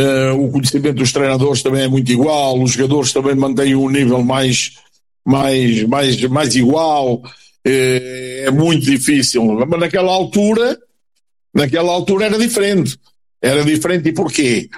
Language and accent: Portuguese; Peniche, Centro, Portugal; moved away as an adult; now in Montijo, Portugal; Eu sou natural de Peniche, embora viva no Montijo há mais de 50 anos, porque vim para aqui jogar para a primeira divisão, para o Montijo. Casei aqui, daqui são os meus filhos, são os meus netos.